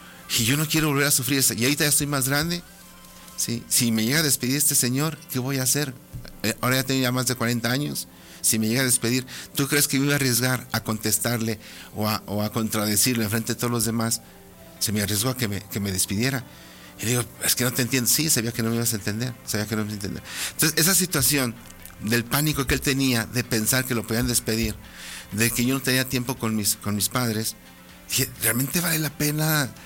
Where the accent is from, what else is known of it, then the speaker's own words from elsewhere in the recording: Aguascalientes, Mexico; also born or lived in San Luis Potosí; y luego de allá me vine otra vez aquí a Aguascalientes, pues yo soy de Aguascalientes.